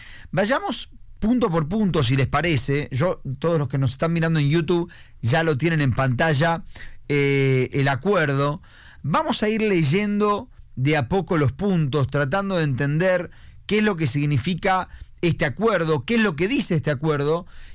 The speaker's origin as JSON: {"language": "Spanish", "country": "Argentina", "said": "uno lo siente esto como un argentino"}